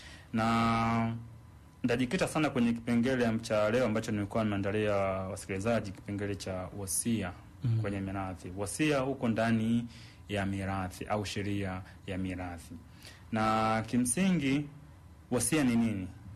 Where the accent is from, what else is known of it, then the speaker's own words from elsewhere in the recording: Tanzania; nimezaliwa hapa, nimekuwa hapa, basi ninaomba serikali nitambue kama mimi ni Mtanzania.